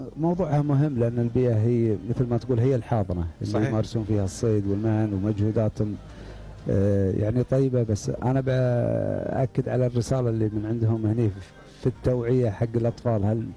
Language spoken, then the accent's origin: Arabic; Qatar; عندنا في قطر